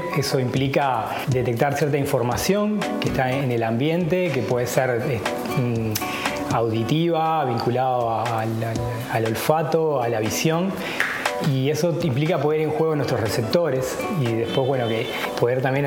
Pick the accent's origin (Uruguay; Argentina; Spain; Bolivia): Uruguay